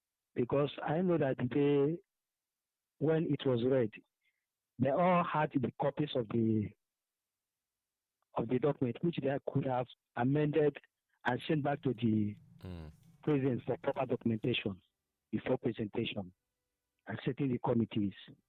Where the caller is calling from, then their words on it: Enugu, Enugu State, Nigeria; I'm calling from Enugu.